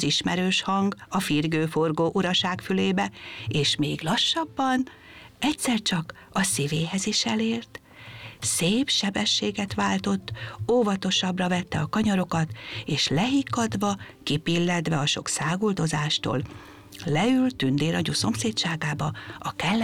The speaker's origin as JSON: {"language": "Hungarian", "town": "Kapuvár", "region": "Győr-Moson-Sopron", "country": "Hungary", "said": "Szerbusztok, kedves gyerekek! … és Kapuvárból jöttem."}